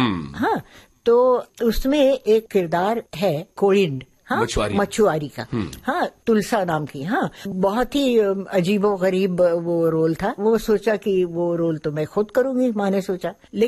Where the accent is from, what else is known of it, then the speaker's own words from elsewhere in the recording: Lucknow, Uttar Pradesh, India; born there; اور اس لیے لکھنؤ میں میری پیدائش لکھنؤ کی ہے.